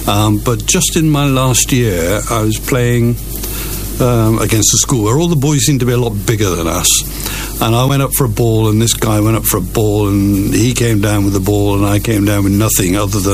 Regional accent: Ross-on-Wye, West Midlands, United Kingdom; moved away as an adult; I was born in Walford Road in 1947

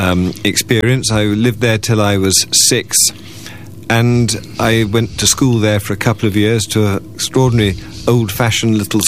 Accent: Birmingham, West Midlands, United Kingdom; moved away; Okay, well, I was born in Birmingham in 1949.

